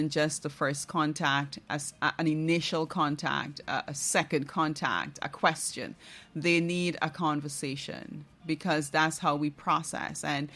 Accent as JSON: {"language": "English", "region": "Barima-Waini", "country": "Guyana", "moved": "yes", "said": "I am from Region 1."}